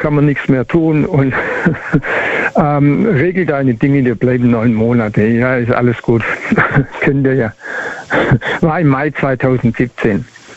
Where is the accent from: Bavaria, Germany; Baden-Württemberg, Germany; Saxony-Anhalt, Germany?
Baden-Württemberg, Germany; Schwäbisch Gmünd; Aus Schwäbisch Gmünd.